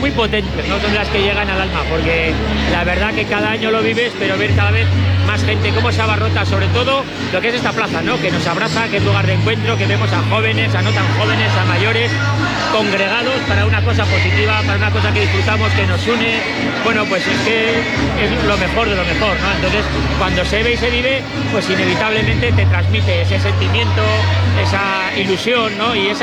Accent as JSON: {"language": "Spanish", "region": "La Rioja", "country": "Spain", "said": "todos los que procedemos de un pueblo de La Rioja, siempre hemos venido con nuestros padres, con nuestros abuelos, con algún amigo, con tíos que vivían en Logroño."}